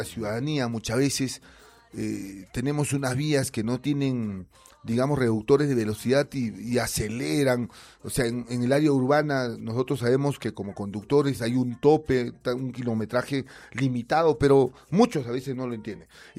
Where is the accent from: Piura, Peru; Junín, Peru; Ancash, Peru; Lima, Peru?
Junín, Peru; Viques; hasta mi tierra, Víquez, ¿no?